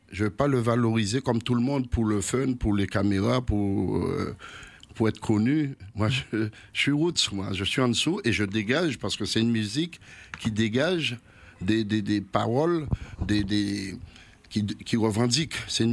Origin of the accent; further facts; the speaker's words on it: Guadeloupe; on est guadeloupéen, on n'est pas cubain.